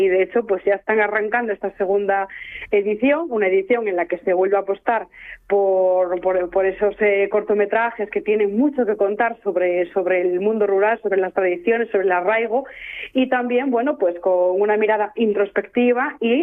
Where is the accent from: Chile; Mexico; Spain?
Spain; Asturias; todos somos asturianos al final.